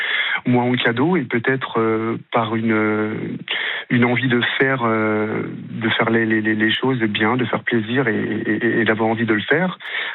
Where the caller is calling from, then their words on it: Île-de-France, France; Je suis en Île-de-France.